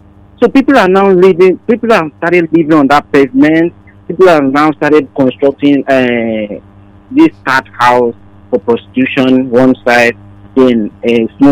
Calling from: Nigeria; Yeah, I'm calling from Nigeria right now.

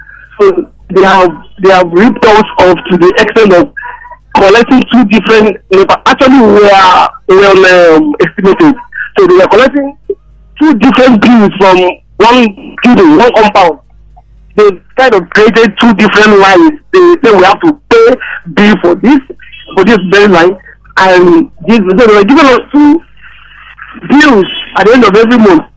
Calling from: Bangalore, Karnataka, India; I'm calling from Bangalore

